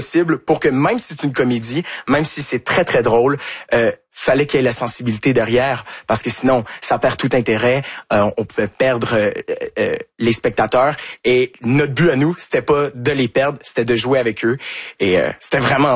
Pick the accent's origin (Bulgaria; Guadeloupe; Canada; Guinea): Canada; Quebec; Et du fait qu'on est québécois aussi, ça aide. On est dans le sud de la France, c'est un accent qu'ils sont pas habitués d'entendre.